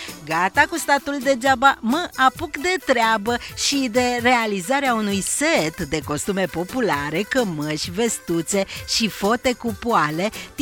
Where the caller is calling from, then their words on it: Săcele, Brașov County, Romania; Bună, Claudița, sunt … din Săcele.